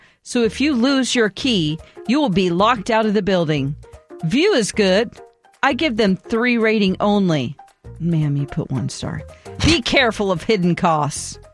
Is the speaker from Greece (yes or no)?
yes; Greece; English is a second language; I come from Greece, though, okay. So I'm used to Greeks, hospitality, and beaches.